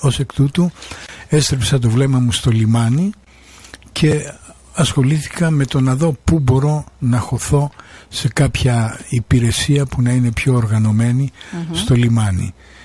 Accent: Piraeus, Attica, Greece; Γεννήθηκα και μεγάλωσα στην Αγία Σοφιά, στον Πειραιά. Ο πατέρας μου ήταν πρόσφυγας από τη Μικρά Ασία.

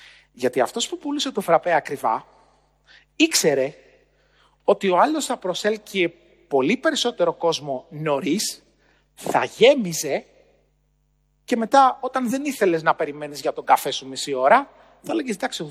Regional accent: Agrinio, Western Greece, Greece; Στο χωριό μου λοιπόν, στο Αγρίνιο, εκεί που μεγάλωσα, στον Αβαρίκο το Λακαρνανίας, ένα μικρό χωριό που είναι κοντά στο Θέρμο

